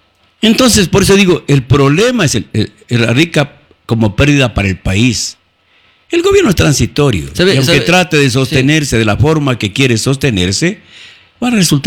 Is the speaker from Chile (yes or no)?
no; Ecuador; los ecuatorianos